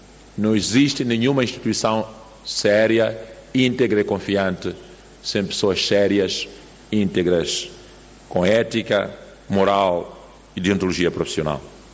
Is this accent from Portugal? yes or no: no; Mozambique; para que façamos do diálogo um instrumento privilegiado para a resolução das nossas diferenças como moçambicano.